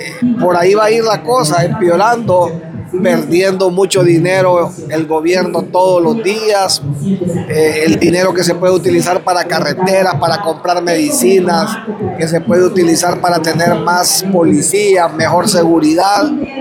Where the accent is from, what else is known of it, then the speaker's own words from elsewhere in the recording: Honduras; los jodidos somos todos los hondureños